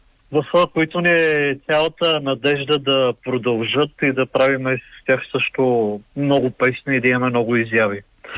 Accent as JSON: {"language": "Bulgarian", "town": "Blagoevgrad", "region": "Blagoevgrad Province", "country": "Bulgaria", "said": "защото аз като техния ръководител съм от Благоевград и в тази фолклорна област се чувствам най-добре"}